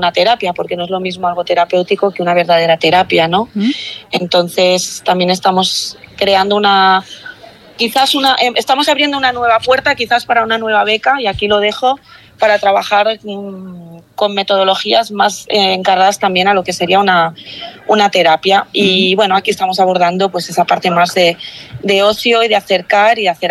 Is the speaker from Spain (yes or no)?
yes; Asturias, Spain; Te hablo en castellano porque soy asturiana